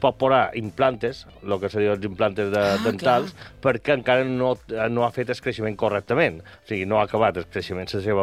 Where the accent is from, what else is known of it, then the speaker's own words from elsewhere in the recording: Inca, Balearic Islands, Spain; born there; Jo soc nascut a Inca i sempre n'hi ha hagut.